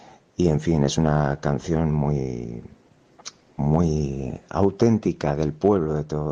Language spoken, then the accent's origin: Spanish; Castro Urdiales, Cantabria, Spain; moved away as an adult; mi pueblo, Castro Urdiales